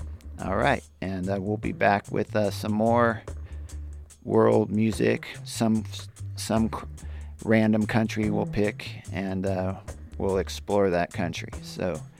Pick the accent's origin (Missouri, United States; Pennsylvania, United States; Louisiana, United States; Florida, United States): Pennsylvania, United States; Philadelphia; You know, growing up in Philly